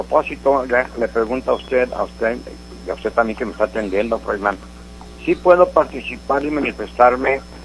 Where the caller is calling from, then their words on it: Coahuila, Mexico; aunque yo sea del estado de Coahuila